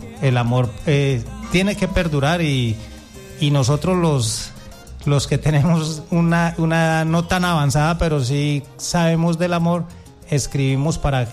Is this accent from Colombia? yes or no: yes; Cartago, Valle del Cauca, Colombia; todos somos de Cartago